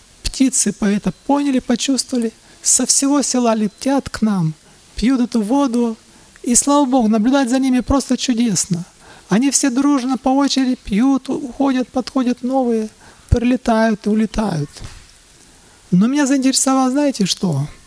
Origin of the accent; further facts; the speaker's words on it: Ukraine; now in Petrovka, Odesa Oblast, Ukraine; мы сами с Украины, и мы живем в Одесской области, село Петровка.